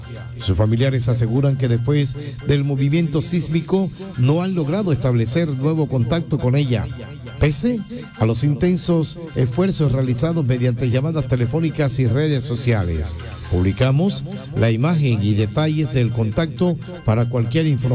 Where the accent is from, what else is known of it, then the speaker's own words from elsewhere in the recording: Colombia; Somos colombianos, somos un pueblo trabajador, valiente, solidario y resiliente.